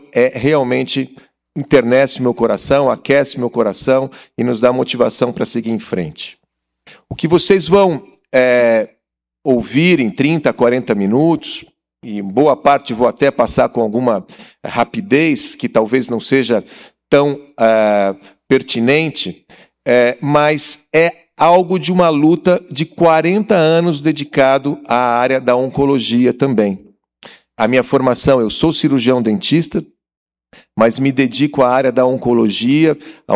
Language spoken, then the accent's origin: Portuguese; São Paulo, Brazil; eu sou do interior de São Paulo também